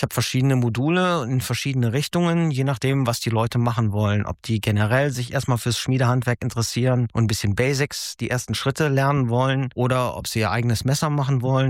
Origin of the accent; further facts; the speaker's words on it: Geneiken, Germany; 2019 bin ich hier nach Geneiken gezogen, zurück in meine Heimat